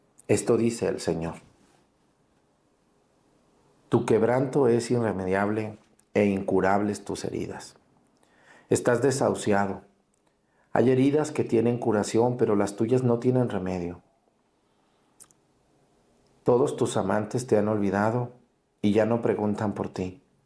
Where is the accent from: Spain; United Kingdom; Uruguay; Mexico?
Mexico; Mexticacán, Jalisco; ustedes, que ya no viven en Mexticacán, pero quieren a mi pueblo